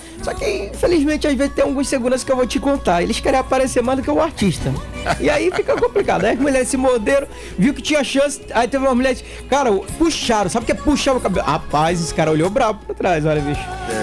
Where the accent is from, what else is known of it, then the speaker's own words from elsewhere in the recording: Breves, Pará, Brazil; moved away; also born or lived in Afuá; É, eu sou de Breves. Isso é uma... tem o quê? Uns 15 anos, mais ou menos. E antes de morar aqui, de fato, eu fui de Breves pra Afuá.